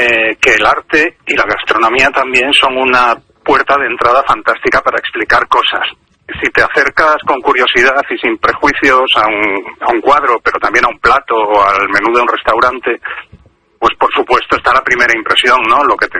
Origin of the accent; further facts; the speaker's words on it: Galicia, Spain; Yo creo que siendo gallego, lo de hablar de comida, lo de pensar sobre comida, lo llevo en el ADN.